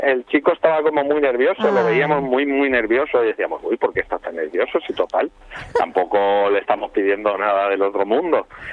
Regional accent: Valencia, Valencian Community, Spain; Yo soy de Valencia

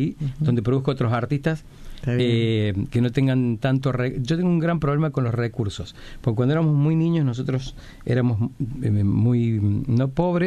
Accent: Córdoba, Argentina; Cuando vos entendés que nada es gratis, que todo te va a costar, volviéndolo de alma, siendo cordobesa, teniendo...

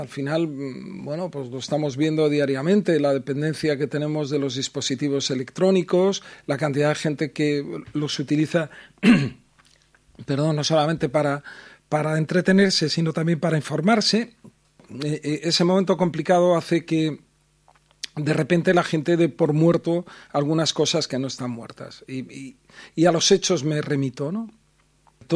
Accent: Marín, Galicia, Spain; En realidad yo es que soy de Marín, pero me siento muy gallego, me siento gallego por los cuatro costados.

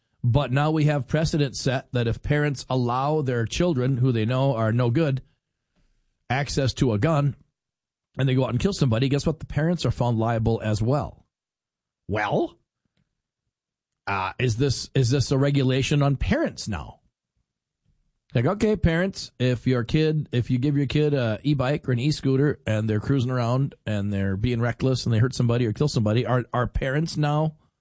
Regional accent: Fargo, North Dakota, United States; And I understand I grew up in Fargo. So growing up in Fargo, we didn't have any hills. There's one hill in town.

